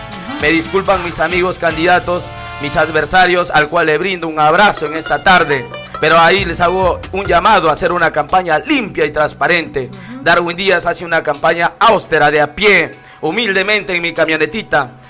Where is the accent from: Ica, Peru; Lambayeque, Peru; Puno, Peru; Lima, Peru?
Lambayeque, Peru; Túcume; yo hago un llamado acá a mi distrito de Tucumán